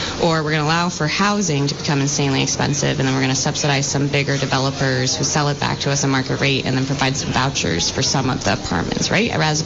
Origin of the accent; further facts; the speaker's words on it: Vermont, United States; I think it's sort of coming from growing up in Vermont